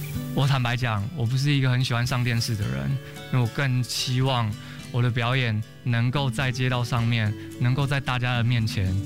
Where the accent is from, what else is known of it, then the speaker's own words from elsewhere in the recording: Taiwan; 因为我说了我来自台湾，开始各家媒体都在报道